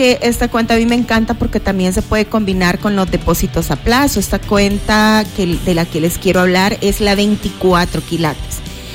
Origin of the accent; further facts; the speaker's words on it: Nueva Concepción, Chalatenango, El Salvador; los desfiles de Nueva Concepción, de Chalatenango, de donde yo soy